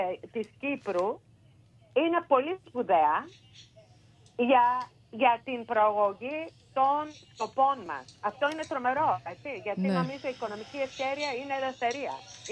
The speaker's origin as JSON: {"language": "Greek", "town": "Thessaloniki", "region": "Central Macedonia", "country": "Greece", "moved": "yes", "lives_now": "United States", "said": "η μόνη πολίτης Ελληνοαμερικανίδα που κατάγομαι από την Θεσσαλονίκη, την κυρίω Ελλάδα"}